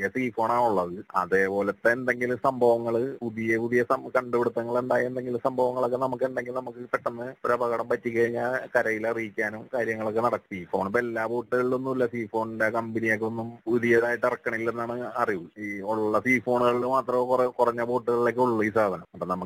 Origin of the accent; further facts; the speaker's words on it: Munambam, Kerala, India; ഞാൻ മുനമ്പ സ്വദേശിയാണ്.